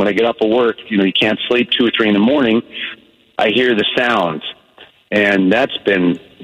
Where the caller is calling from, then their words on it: Washington County, Oregon, United States; I'm sitting out here in western Washington County, halfway between Forest Grove and Browns Camp.